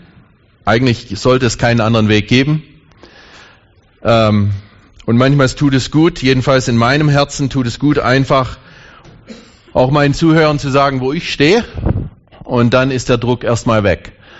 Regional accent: Thuringia, Germany; Ich komme aus dem Thüringer Wald. Wer ist schon mal im Thüringer Wald gewesen hier?

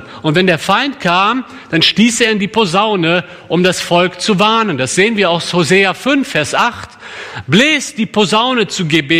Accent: Germany; Bei uns in Köln gibt es ein gutes Straßenbahnsystem, wie sicherlich hier auch. Und wenn man in der Endstation einsteigt, also das ist dann ja auch in die andere Richtung die erste Station, ist die Bahn noch völlig leer. Und wir Deutschen

